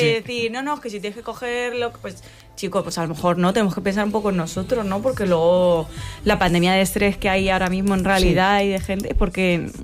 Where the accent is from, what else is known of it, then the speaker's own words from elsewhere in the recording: Madrid, Community of Madrid, Spain; yo soy de Madrid además, uh-huh. y a mí me resulta agotador la ciudad.